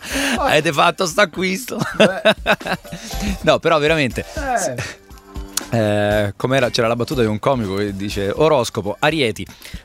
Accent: Rome, Lazio, Italy; moved away; Attenzione, sono romano, ma non vivo più a Roma da tanti anni, da 15 anni.

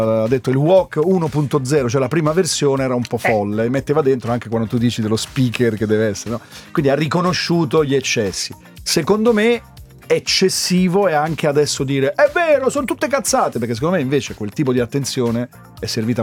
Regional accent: Naples, Campania, Italy; Secondo me è perché sono napoletano.

